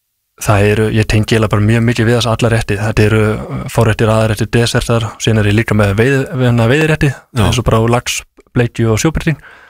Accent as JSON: {"language": "Icelandic", "town": "Suðureyri", "region": "Westfjords", "country": "Iceland", "tie": "born or raised there", "said": "ég ólst upp á Suðureyri við Súgandafjörð."}